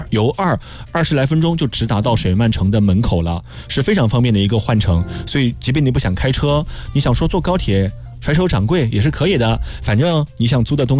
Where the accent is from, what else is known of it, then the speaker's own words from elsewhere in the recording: Guizhou, China; 因为我贵州人嘛，我们那就是山里，山里的水就会天生凉一些。